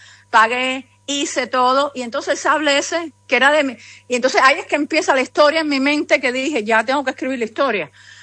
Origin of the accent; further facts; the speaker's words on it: Cuba; accent: Cuban; now in Miami, United States; Ese sable lo vi creciendo en mi casa en Cuba.